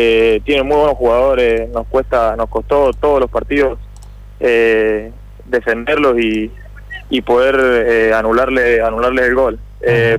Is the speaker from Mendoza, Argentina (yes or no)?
yes; Mendoza, Argentina; moved away; No, yo a Kimberley le debo muchísimo. Primero porque yo vine de Mendoza.